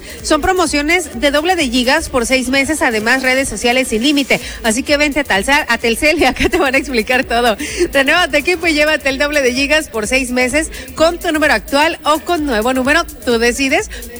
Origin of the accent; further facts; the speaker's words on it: Mexico; como buenos mexicanos a veces dejamos todo a lo último